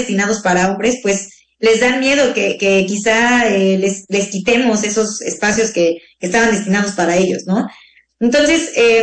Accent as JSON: {"language": "Spanish", "country": "Mexico"}